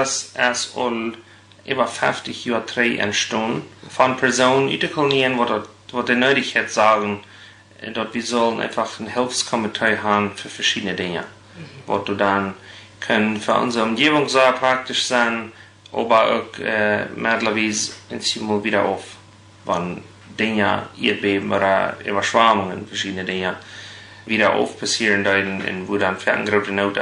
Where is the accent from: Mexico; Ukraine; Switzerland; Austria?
Mexico; Rubio, Chihuahua; Ich bin in Rubio geboren, also dass du von Cuauhtémoc 40 Kilometer im Norden.